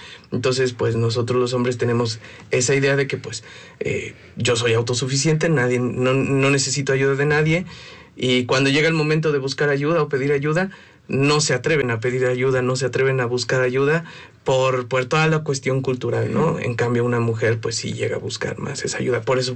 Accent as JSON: {"language": "Spanish", "country": "Mexico", "said": "aunque en México claro que nos importa principalmente porque somos mexicanos"}